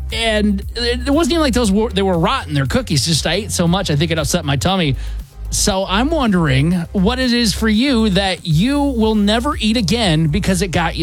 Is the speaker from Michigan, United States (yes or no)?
yes; Michigan, United States; I grew up in Michigan.